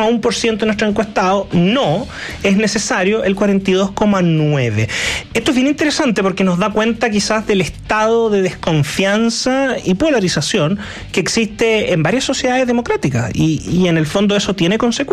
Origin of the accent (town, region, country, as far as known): Chile